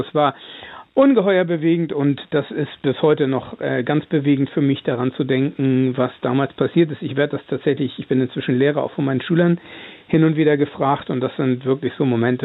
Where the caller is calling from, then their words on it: Flensburg, Schleswig-Holstein, Germany; ich rufe aus Flensburg an.